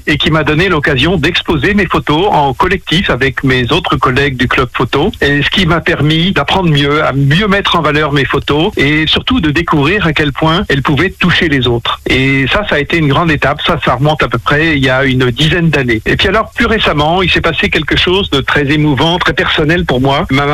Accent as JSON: {"language": "French", "town": "Lierre-Beauvoir", "region": "Pays de la Loire", "country": "France", "tie": "born or raised there", "said": "Écoutez, je suis né dans le Saônois, à Lierre-Beauvoir. Mon père était agriculteur et j'ai passé toute ma jeunesse dans ce beau pays du Saônois"}